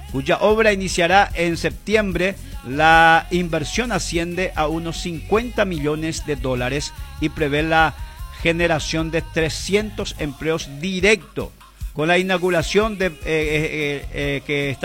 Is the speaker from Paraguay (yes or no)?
yes; Paraguay; somos paraguayos y de que somos ciudadanos